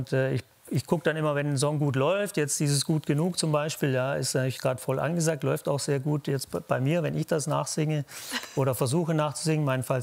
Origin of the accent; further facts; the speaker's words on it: Swabia, Germany; Nee, da bin ich Schwabe.